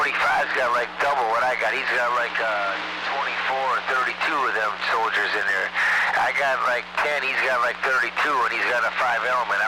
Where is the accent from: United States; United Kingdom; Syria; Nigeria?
United States; Ohio; born there; now in Brookfield, Wisconsin, United States; That's my home state, Ohio.